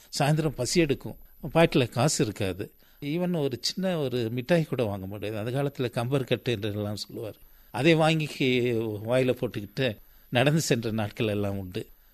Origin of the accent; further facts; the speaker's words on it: Lovedale, Tamil Nadu, India; உலக பிரசித்தி பெற்ற ஸ்கூல் அது. அப்பேற்பட்ட இடத்திலே நான் பிறந்து வளர்ந்து